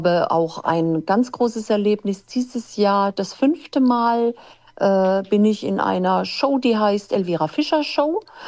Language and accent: German; Hesse, Germany; bin gebürtig aus dem Odenwald. Der Odenwald, das ist ja ein recht hochgelegenes Gebiet mit wunderschönen, vielen Wald.